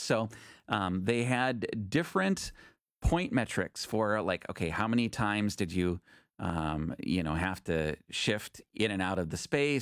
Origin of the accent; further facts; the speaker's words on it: Minneapolis, Minnesota, United States; I grew up in North Minneapolis